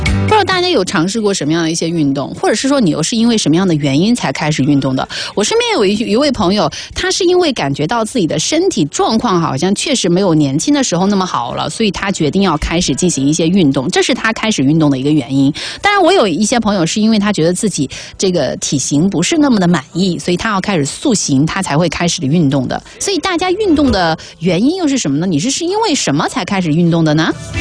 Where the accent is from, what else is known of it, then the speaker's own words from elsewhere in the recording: China; 我们是中国人